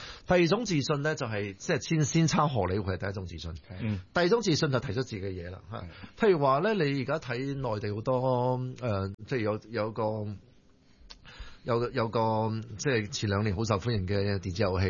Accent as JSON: {"language": "Cantonese", "country": "China", "said": "呢個世界好亂，我哋中國人就係賺錢，去令到大家有飯食，解決食飯問題，解決最重要嘅問題。"}